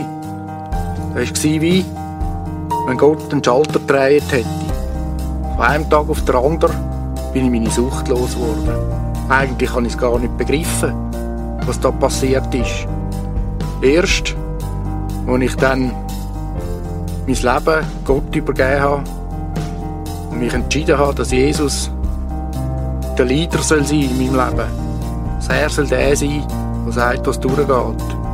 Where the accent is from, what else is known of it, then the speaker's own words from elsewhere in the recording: Switzerland; Dann haben sich meine Eltern entschieden, wieder zurück in die Schweiz zu kommen. Ich habe mich als Schweizer gefühlt, hatte einen Schweizer Pass und hatte das Gefühl, ich komme heim.